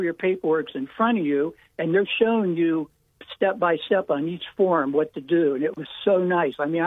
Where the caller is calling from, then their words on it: Niles, Ohio, United States; I'm calling from Niles, Ohio area, so I'm not immediately in your area.